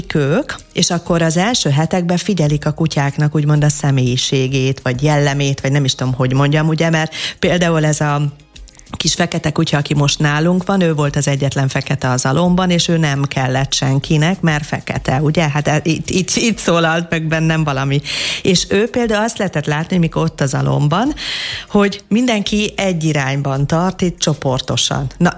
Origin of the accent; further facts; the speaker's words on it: Transylvania, Romania; annak idén gyerekkoromban Erdélyben rengeteg mérges viperával, kígyóval találkoztam, élni kellett, stb.